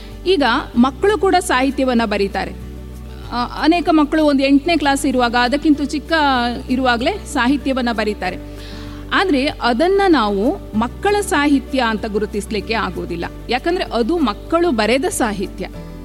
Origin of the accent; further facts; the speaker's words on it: Kundapura, Karnataka, India; accent: Kundapura Kannada; ನಮ್ಮ ಕುಂದಾಪುರ ಕನ್ನಡದಲ್ಲೊಂದಿದೆ